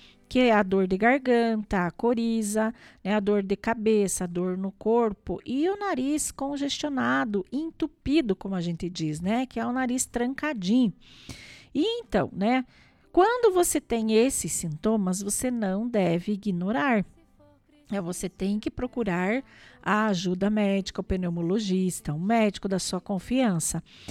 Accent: Brazil; a gente é brasileiro e não desiste nunca

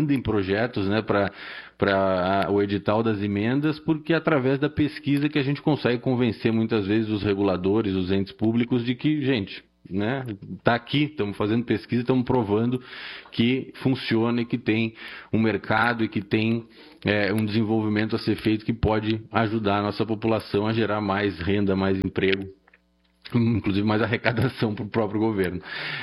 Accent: Rio Grande do Sul, Brazil; todo o vale do Taquari, do vale da cidade de Santa Cruz, do Rio, é meu estado natal

